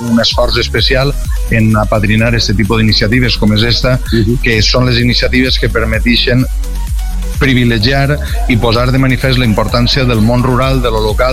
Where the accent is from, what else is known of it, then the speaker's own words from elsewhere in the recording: Valencian Community, Spain; sabent valencià com som valencians i estiguent conforme estem en el mig rural